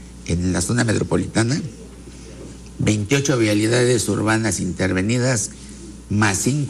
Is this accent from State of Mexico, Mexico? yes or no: no; Puebla, Mexico